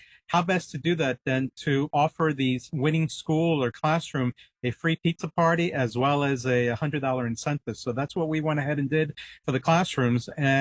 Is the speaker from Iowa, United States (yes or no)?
no; New York City, New York, United States; also born or lived in Tuxedo; I'm from New York City and upstate New York and Tuxedo. We would have festivals and, you know, I would always see that up there.